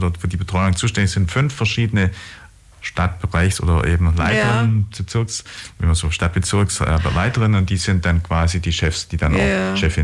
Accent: Ulm, Baden-Württemberg, Germany; Also ich komme aus Böfingen

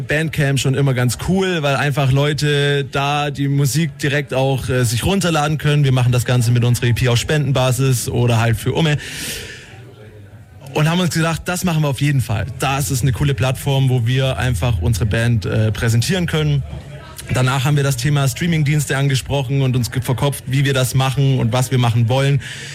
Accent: Ulm, Baden-Württemberg, Germany; wir kommen aus Ulm tatsächlich.

